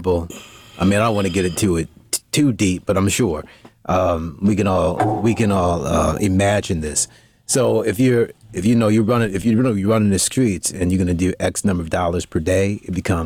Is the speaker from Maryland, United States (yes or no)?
yes; Baltimore, Maryland, United States; And the good thing about guys in the streets, and I'm from Baltimore, so right. I have my own stories that I'm going to share.